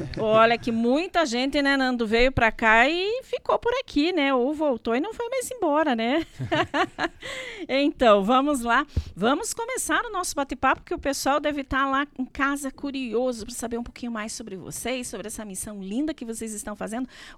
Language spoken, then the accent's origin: Portuguese; Palmeira, Paraná, Brazil; Não é porque a gente é daqui, né? Puxar o assado para sardinha, né? Mas Palmeira é uma cidade maravilhosa, né? Eu acho assim, não, já saí de Palmeira, já morei fora duas vezes, mas voltei para Palmeira.